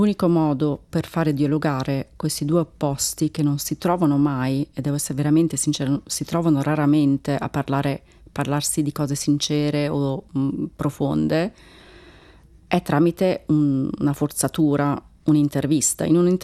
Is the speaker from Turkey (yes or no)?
yes; Turkey; Perché essendo anch'io turca, avevo questa barriera con queste donne